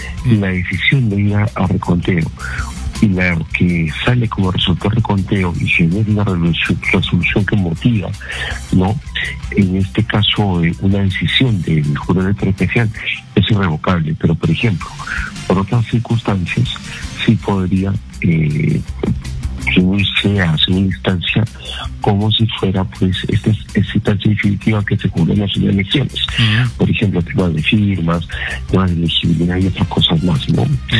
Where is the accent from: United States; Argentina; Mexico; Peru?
Peru; somos todos los peruanos